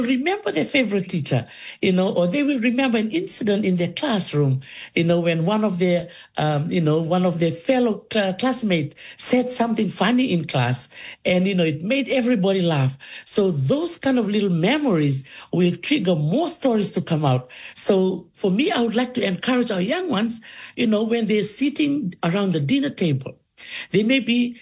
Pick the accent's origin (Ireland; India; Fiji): Fiji; Colo-i-Suva, Central Division; born or raised there; also born or lived in Kadavu